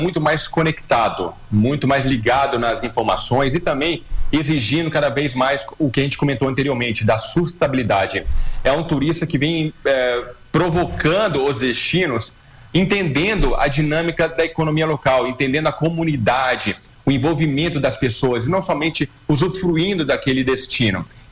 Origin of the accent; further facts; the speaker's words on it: Rio de Janeiro, Brazil; eu sou carioca